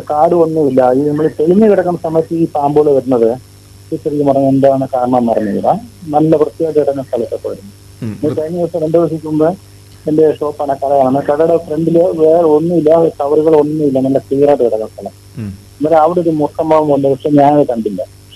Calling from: Malayankara, Kerala, India

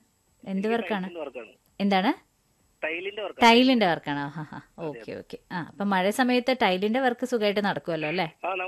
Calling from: Edathala, Kerala, India; എടത്തലയിൽ നിന്ന്.

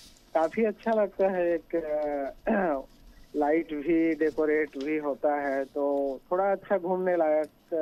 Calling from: Bemetara district, Chhattisgarh, India; जो हमारा जिला मुख्यालय बेमेतरा है

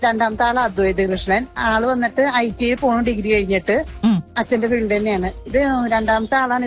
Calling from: Kerala, India; വീട് വന്നിട്ട് ദേശം ജംഗ്ഷൻ കിഴക്കേ ദേശത്ത്

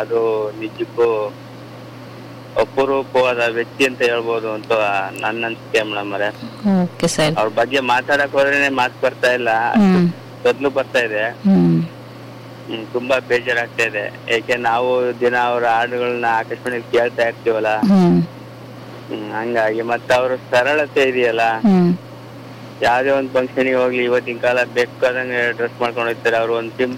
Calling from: Chinchanahalli, Karnataka, India; Bhadravati taluk ಚಿಂಚನಹಳ್ಳಿ.

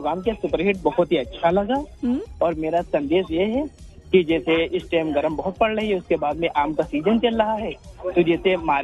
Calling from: Rampur Katra, Uttar Pradesh, India; मेरा कस्बा रामपुर कटरा बाराबंकी

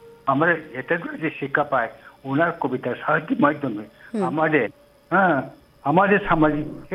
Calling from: Golaghati, Tripura, India; আমি গোলাঘাটি থেকে, ত্রিপুরার গোলাঘাটি থেকে

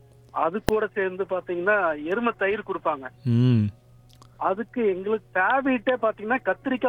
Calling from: Sathyamangalam, Tamil Nadu, India; சத்தியமங்கலத்திலிருந்து

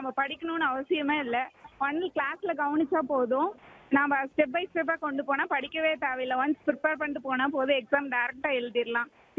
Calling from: Malaipalayam, Tamil Nadu, India; இதே ஊர் தாங்க மேம், முனிப்பன் கோயில் மலைப்பாளையத்துல இருக்காங்க மேம்.

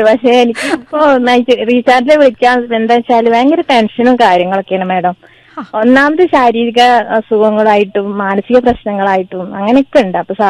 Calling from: Vazhikkadavu, Kerala, India; Vazhikkadavu.

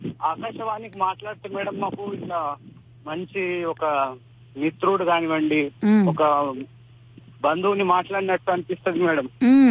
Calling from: Nirmal district, Telangana, India; మాది నిర్మల్ జిల్లా కుబీర్ మండల్ బార్డికే విలేజ్ మాది

